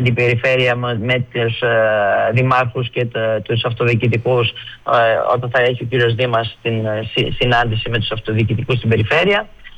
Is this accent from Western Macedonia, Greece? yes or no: yes; Western Macedonia, Greece; στην περιοχή μας και ειδικά στο χωριό μου και στην Καστοριά